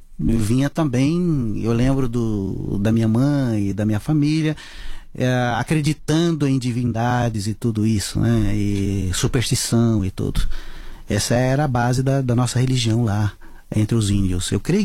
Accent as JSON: {"language": "Portuguese", "country": "Brazil", "tie": "born there", "first_language": "Terena", "second_language": "Portuguese", "said": "Nasci e eu falava só a língua dos índios terenas. Quando eu era pequeno, eu não entendia nada de português, né? Eu precisei depois aprender e eu não conhecia direito as palavras e tudo."}